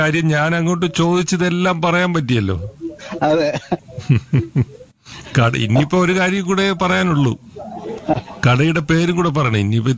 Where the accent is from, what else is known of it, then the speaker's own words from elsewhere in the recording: Kerala, India; now in Karakulam, India; വീട് സ്വന്തം സ്ഥലം വെഞ്ഞാറമൂടിനടുത്താണ്, നെടുമ്പങ്ങാടുന്ന് വെഞ്ഞാറമൂട് പോകുന്ന വഴിയിലാണ്.